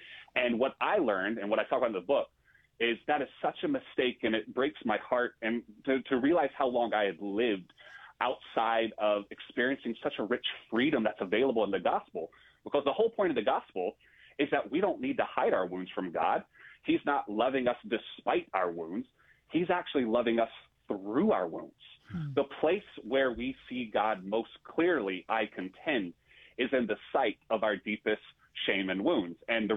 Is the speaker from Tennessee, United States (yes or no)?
no; Raleigh, North Carolina, United States; born or raised there; moved away as an adult; also born or lived in Brooklyn, New York; now in Eugene, United States